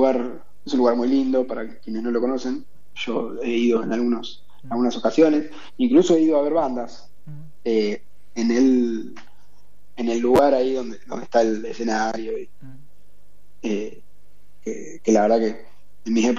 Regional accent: Chacabuco, Buenos Aires Province, Argentina; moved away as an adult; now in La Plata, Argentina; yo soy de Chacabuco

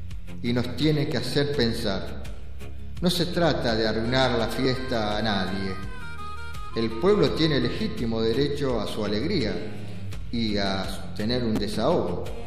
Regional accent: Argentina

